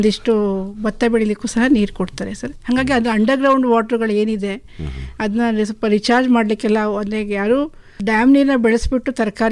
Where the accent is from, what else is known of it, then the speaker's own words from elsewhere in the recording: Heggadadevanakote, Karnataka, India; ನಾನು ಮೂಲತಃ H D ಕೋಟೆ ತಾಲೂಕಿನವಳೇ ಆಗಿದ್ದು 10ನೇ ತರಗತಿ ತನಕ ನಾನು ಎಜುಕೇಷನ್ ಎಚ್ ಡಿ ಕೋಟೆ ತಾಲೂಕಿನಲ್ಲೇ ಮುಗಿಸಿರ್ತೀನಿ.